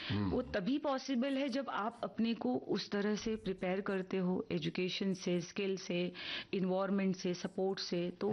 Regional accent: Uttar Pradesh, India; क्योंकि हम उत्तर प्रदेश से हैं, राजस्थान हुआ या हरियाणा हुआ, ये सब जगह पे girl child ratio, sex ratio बहुत लो था 2008 में।

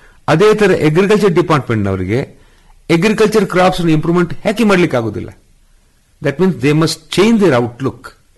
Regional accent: Kodagu, Karnataka, India; ಈಗ ನಾವು ಕೊಡಗಿನ ರೈತರು

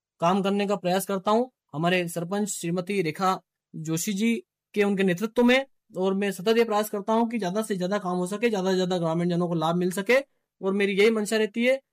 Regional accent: Dhabla Ardu, Madhya Pradesh, India; हमारे गांव ढाबला आरदू की जनता जनार्दन

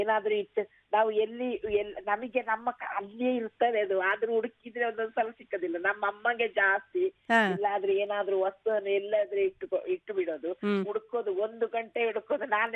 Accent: Kodagu, India; first language Kodava; Kannada is a second language; ನಾವು ಮೂಲತಃ ಕೊಡವ ಭಾಷೆಯವರು.

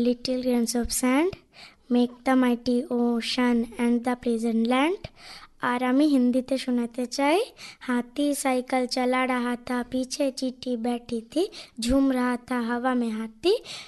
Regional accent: Guptapara, West Bengal, India; আমার বাড়ি গুপ্তাপাড়ায়।

